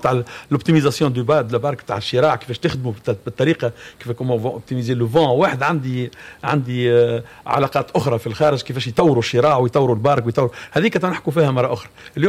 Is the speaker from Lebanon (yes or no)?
no; Kairouan, Kairouan Governorate, Tunisia; انا من القيروان